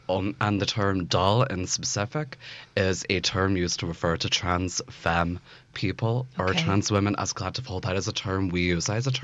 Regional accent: Belfast, Northern Ireland, United Kingdom; I am 24. I am a Capricorn. I was born in January. And I was born pretty much just off of the Falls Road in West Belfast.

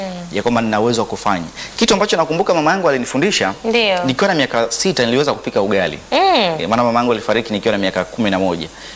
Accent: Songea, Ruvuma, Tanzania; Kule kwetu Songea.

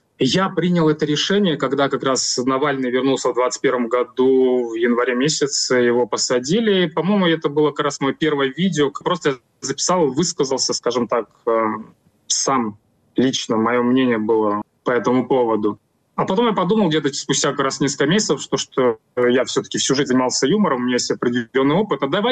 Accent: Russia; moved away; потому что я сам россиянин, я до 25 года жил в России, в окружении меня все люди прекрасно все понимают.

